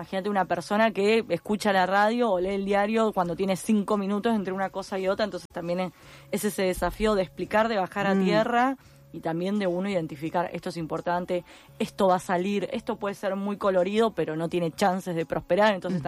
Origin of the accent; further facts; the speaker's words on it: Cipolletti, Río Negro, Argentina; moved away as an adult; now in Buenos Aires, Argentina; yo soy de Cipolletti, vine a Buenos Aires a estudiar artes